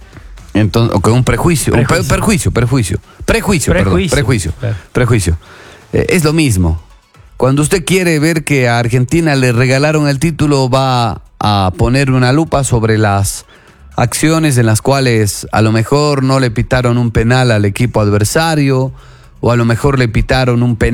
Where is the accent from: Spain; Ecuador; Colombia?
Ecuador; en esa época era niño, tenía 12 años. Obviamente como ecuatoriano, como sudamericano